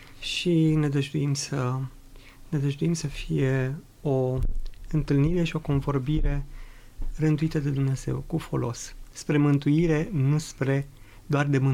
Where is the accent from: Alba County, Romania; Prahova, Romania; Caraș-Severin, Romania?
Prahova, Romania; Câmpina; born there; în urmă cu 44 de ani m-am născut pe Meleaguri Muntenești, în județul Prahova, în orașul, municipiul Câmpina. Provin dintr-o familie, o familie de oameni credincioși, oameni practicanți ai Sfintei Biserici